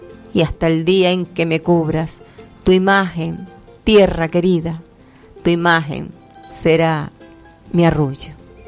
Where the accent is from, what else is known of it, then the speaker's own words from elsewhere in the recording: Canary Islands, Spain; la de mi tierra, nuestra tierra guanche.